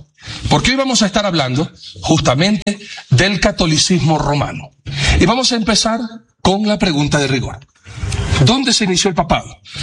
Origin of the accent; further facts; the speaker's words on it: Ecuador; Y yo como ecuatoriano estoy denunciando eso.